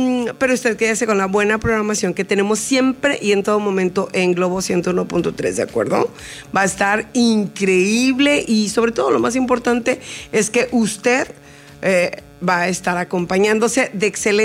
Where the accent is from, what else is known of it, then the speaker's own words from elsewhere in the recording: Mexico; sentirnos orgullosos de ser mexicanos, pero no abuse. No abuse el tequila, el mezcal. Entonces, en mi pueblo toma mucho pulque.